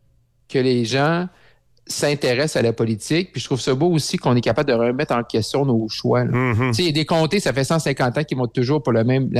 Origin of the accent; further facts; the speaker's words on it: Quebec, Canada; now in Quebec City, Canada; je retourne dans mon coin de pays, au Saguenay-Lac-Saint-Jean